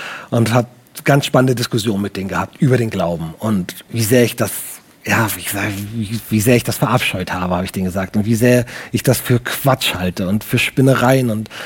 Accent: Baltic coast, Germany; Das ist an der Ostsee, ich komme aus der Nähe von der Ostsee.

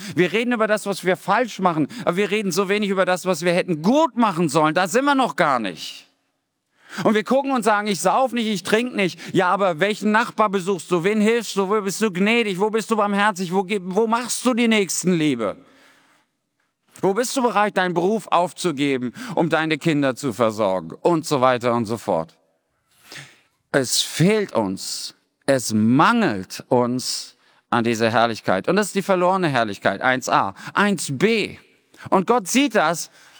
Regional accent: Rhineland-Palatinate, Germany; Wir kommen aus dem Westerwald in der Nähe.

